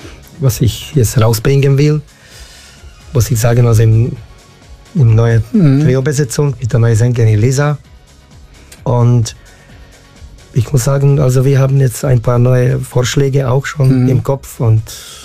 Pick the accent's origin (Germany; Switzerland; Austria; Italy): Austria; now in Seefeld, Austria; Ich komme aus Österreich, also in Seefeld wohne ich seit 24 Jahren